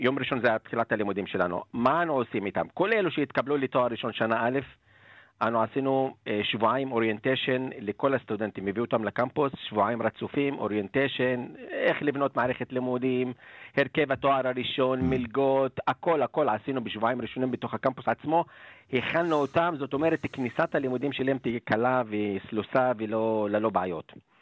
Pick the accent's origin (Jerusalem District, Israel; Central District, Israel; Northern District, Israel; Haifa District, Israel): Northern District, Israel; Arab al-Aramshe; במקור צפונאי מערב אל-עראם של יד הגבול.